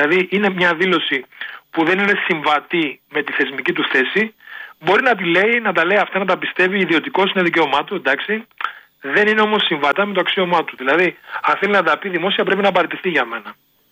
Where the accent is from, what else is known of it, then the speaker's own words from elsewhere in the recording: Ioannina, Epirus, Greece; γιατί έχω και πατρίδα, είμαι η πατρίδα μου από τα Γιάννενα, είμαι από την Αετόπετρα Ιωαννίνων